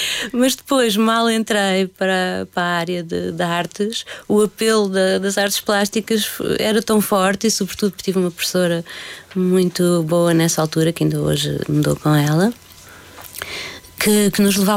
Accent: Lisbon, Portugal; also born or lived in Rifana (near Cartaxo/Rio Maior); Eu, apesar de ter vivido sempre em Lisboa, tecnicamente não nasci em Lisboa, nasci numa aldeia chamada Rifana, mas que não é uma das Rifanas que as pessoas conhecem, não é do Algarve nem nada. É um sítio ao pé do Cartaz, mais ou menos entre o Cartaz e Rio Maior.

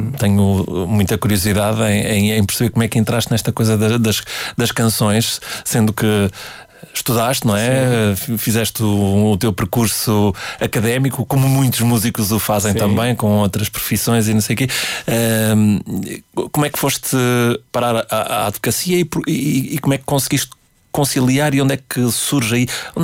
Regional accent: Trás-os-Montes, Portugal; eu sou transmontano

